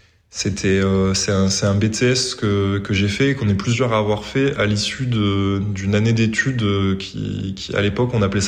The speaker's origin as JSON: {"language": "French", "town": "Montpellier", "region": "Occitanie", "country": "France", "said": "Mm-hmm. Je viens de Montpellier, je suis un pur produit montpelliérain."}